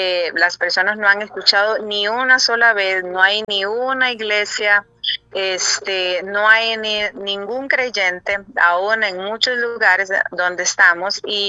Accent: Nicaragua; moved away as an adult; now in Southeast Asia; estoy nuevamente en mi tierra del Pinolillo, de lagos y volcanes. Y bueno, sí, desde hace ya 14 años estoy en el sudeste de Asia.

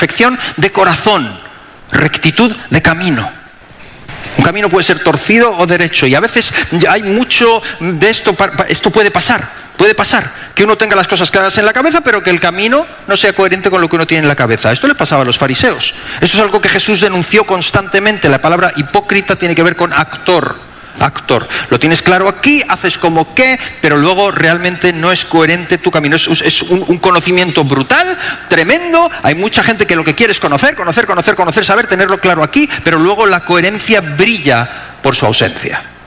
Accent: Spain; como españoles amamos España

